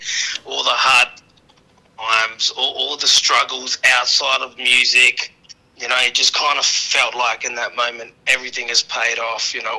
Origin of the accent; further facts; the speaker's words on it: Northern Territory, Australia; Yeah, so I'm up in Darwin, NT. My mob is based out of Litchfield, and I'm a proud Murrunungu man.